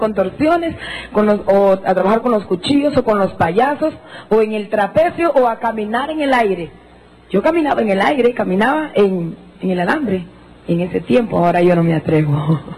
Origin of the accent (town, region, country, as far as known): Jutiapa, Guatemala